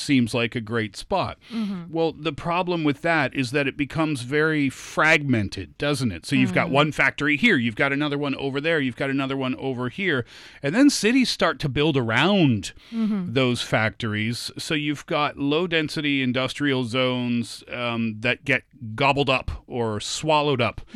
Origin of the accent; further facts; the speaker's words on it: Canada; sorry, I'm Canadian.